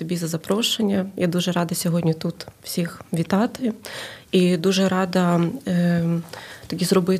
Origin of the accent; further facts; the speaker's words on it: Kyiv, Ukraine; moved away as an adult; Приїхала я в 2022 році. Приїхала з України, саме з мого рідного міста Києва.